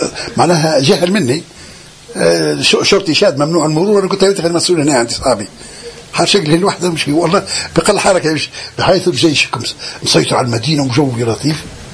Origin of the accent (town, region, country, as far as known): Tunisia; also born or lived in Syria